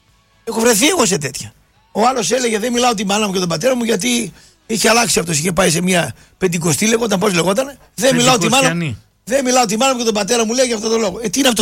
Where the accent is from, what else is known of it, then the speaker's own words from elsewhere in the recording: Toumba, Central Macedonia, Greece; Εγώ μεγάλωσα στην Τούμπα με τους αλυταράδες εκεί, τους Παοξίδες και τους Αριανούς και με τον πατέρα μου τον Γορίλα.